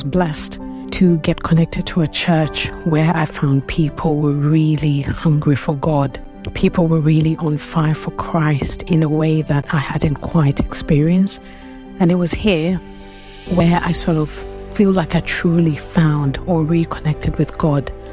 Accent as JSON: {"language": "English", "region": "London", "country": "United Kingdom", "moved": "as an adult", "said": "I am from London."}